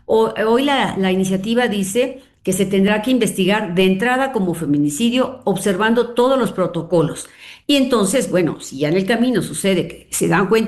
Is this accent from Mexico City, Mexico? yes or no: no; Hidalgo, Mexico; Mira, yo soy de Hidalgo. En Hidalgo solo hay un centro de justicia en Pachuca.